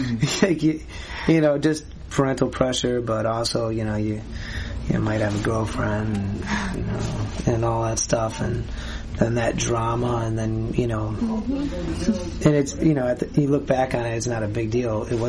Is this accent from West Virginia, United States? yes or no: no; Clinton Township, Michigan, United States; And I grew up outside of Detroit in Clinton Township, which is like kind of by Mount Clemens.